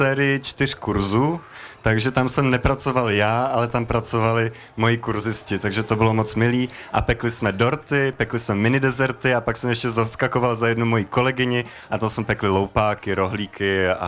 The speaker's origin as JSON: {"language": "Czech", "town": "Tábor", "region": "South Bohemian Region", "country": "Czechia", "said": "já pocházím od Tábora"}